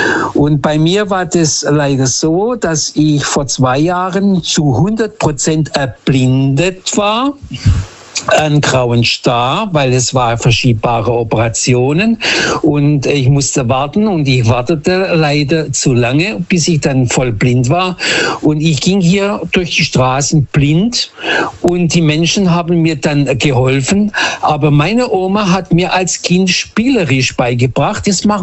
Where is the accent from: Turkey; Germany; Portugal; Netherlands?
Portugal; Lisbon; German is a second language; ich komme aus Portugal, aus Lissabon, meine Eltern haben da unten Tag und Nacht gearbeitet